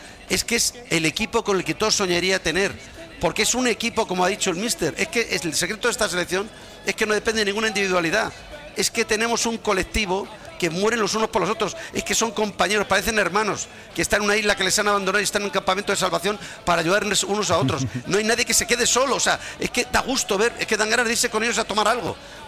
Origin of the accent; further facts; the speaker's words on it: Spain; me hacían pensar que yo nunca, como español, iba a poder estar orgulloso de mi selección